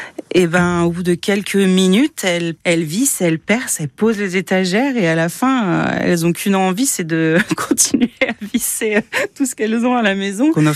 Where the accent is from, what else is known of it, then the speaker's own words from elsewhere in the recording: Tours, Centre-Val de Loire, France; je suis une Tourangelle de 42 ans